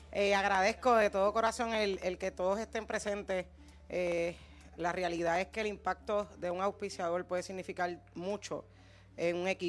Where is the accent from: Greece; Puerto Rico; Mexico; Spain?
Puerto Rico; Carolina; el barrio donde yo me crié, en donde yo nací, en el cual viví hasta hace 3 años atrás. Es el barrio Sabana Bajo, en Carolina.